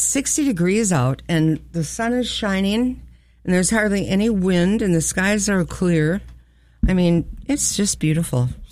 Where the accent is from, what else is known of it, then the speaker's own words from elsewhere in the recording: North Dakota, United States; It's my hometown. My family's been here since 1870.